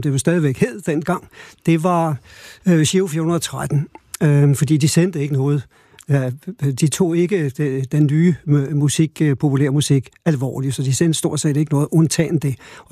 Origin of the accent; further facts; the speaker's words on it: Copenhagen, Capital Region of Denmark, Denmark; så var der en i vores opgang på Østerbro i København, hvor jeg voksede op, som havde tv.